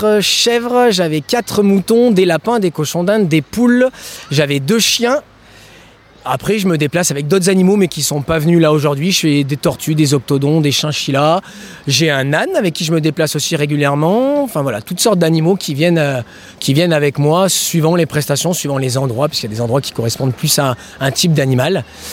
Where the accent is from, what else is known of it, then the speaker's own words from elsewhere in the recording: Normandy, France; je suis de Oust-sur-Scie, donc vraiment pas loin d'ici.